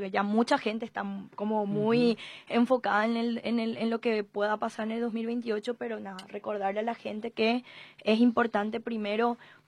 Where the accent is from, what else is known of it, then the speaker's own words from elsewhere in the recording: Paraguay; que tenemos trabajos como cualquier paraguayo y paraguaya